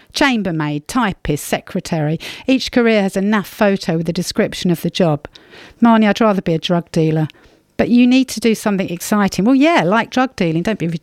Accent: East of England, United Kingdom; now in Bermondsey, United Kingdom

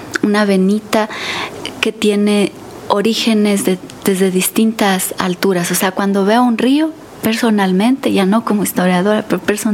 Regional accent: Quito, Pichincha, Ecuador; born there; no puedo sino pensar en el Pichincha, que es mi coloso, porque nací en el DMQ

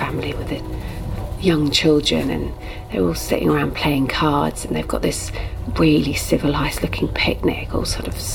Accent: England, United Kingdom; I'm from England.

